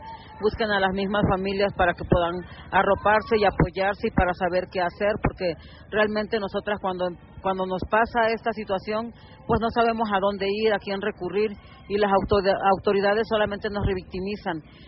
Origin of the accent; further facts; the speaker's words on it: Acapulco, Guerrero, Mexico; fui amenazada, perseguida y desplazada del estado de Guerrero junto a mis 2 hijas.